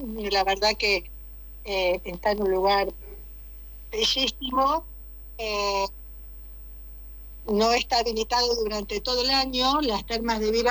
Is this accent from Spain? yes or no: no; Buenos Aires, Argentina; moved away as an adult; now in Concordia, Argentina; Yo soy de Buenos Aires